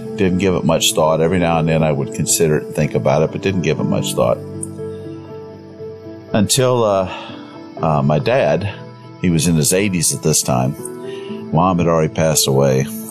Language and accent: English; Concord, North Carolina, United States; I was adopted by a wonderful man and woman … I was raised in Concord, North Carolina, which is in Cabarrus County in the beautiful heart of North Carolina in the Piedmont region.